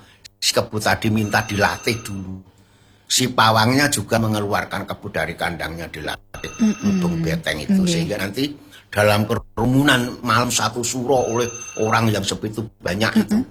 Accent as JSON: {"language": "Indonesian", "town": "Boyolali", "region": "Central Java", "country": "Indonesia", "said": "Saya kan orang Boyolali. Jadi Merapi, Merbabu, sampai Batur, Selongsor-Selongdur, itu sesajinya mesti Tumpeng Tunggorono."}